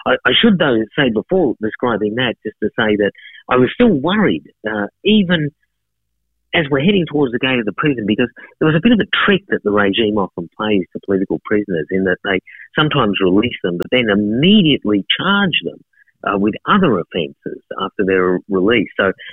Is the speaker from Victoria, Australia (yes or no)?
no; Sydney, New South Wales, Australia; when I arrived in Australia in Melbourne, but I'm from Sydney